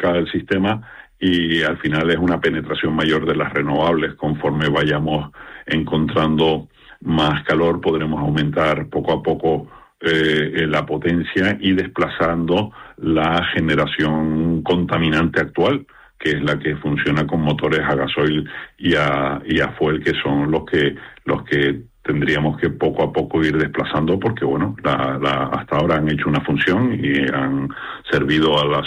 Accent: Canary Islands, Spain; En una región como la nuestra

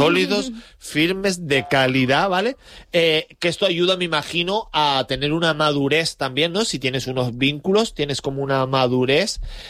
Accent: Santa Cruz de Tenerife, Canary Islands, Spain

